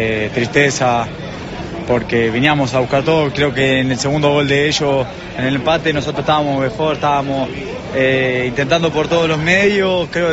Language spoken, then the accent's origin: Spanish; Uruguay; De la misma manera como todo uruguayo va a encarar un partido decisivo para poder seguir. Eso es lo que nos tiene motivados. Sabemos la historia de Uruguay, sabemos que hay 3 millones de personas atrás.